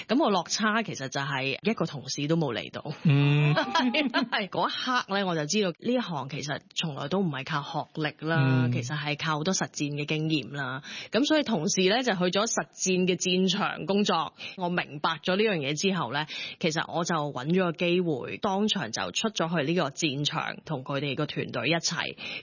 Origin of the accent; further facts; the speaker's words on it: Vancouver, British Columbia, Canada; moved away as an adult; now in Hong Kong; 我在温哥华长大，其实我16岁就机缘巧合入了当地的中文电视台做嘢。